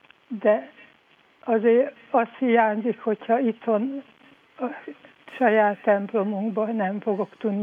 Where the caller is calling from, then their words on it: Hernád, Pest, Hungary; Én Hernádról vagyok … 87 éves újságkihordó önkéntesük vagyok.